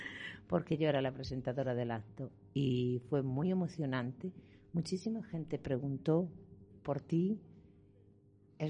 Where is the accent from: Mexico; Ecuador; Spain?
Spain; Ordes, Galicia; born there; Aparte es nativo de donde yo nací, de la zona de Órdenes.